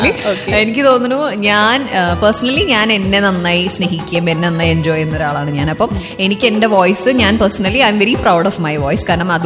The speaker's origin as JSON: {"language": "Malayalam", "town": "Thrissur", "region": "Kerala", "country": "India", "accent": "Thrissur slang", "said": "എനിക്ക് തോന്നുന്നു എന്റെ തൃശ്ശൂർ സ്ലാങ് എനിക്ക് അധികമില്ല, പക്ഷെ ചില വാക്കുകൾ ഇങ്ങനെ തൃശ്ശൂർ സ്ലാങ്ങിൽ കയറി വരാറുണ്ട്."}